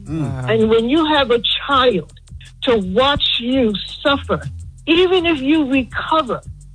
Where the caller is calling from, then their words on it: Alexandria, Virginia, United States; also born or lived in Bronx, United States; I'm from Alexandria, Virginia. I'm calling about the ICE agents in the Bronx. I used to live there in Marble Hill.